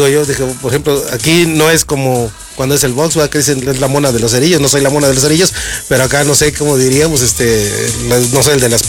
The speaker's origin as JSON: {"language": "Spanish", "country": "Mexico", "said": "uno como mexicano"}